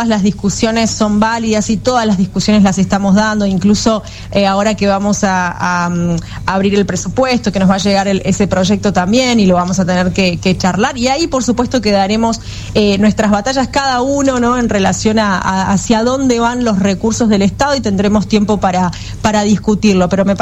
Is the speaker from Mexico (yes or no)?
no; Ushuaia, Tierra del Fuego, Argentina; Soy de Ushuaia, exactamente.